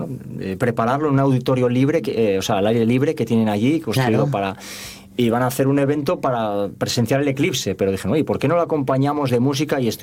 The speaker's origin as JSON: {"language": "Spanish", "town": "Carreño", "region": "Asturias", "country": "Spain", "lives_now": "Avilés, Spain", "said": "Yo llevo muchos años afincado en Áviles, pero realmente soy de Carreño."}